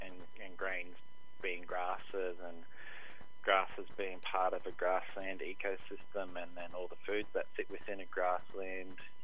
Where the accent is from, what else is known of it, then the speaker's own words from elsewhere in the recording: Toowoomba, Queensland, Australia; now in Sunshine Coast, Australia; Yeah, Gamilaroi mob. I grew up in Toowoomba, but my mob side are from Mungindai, that's New South Queensland border.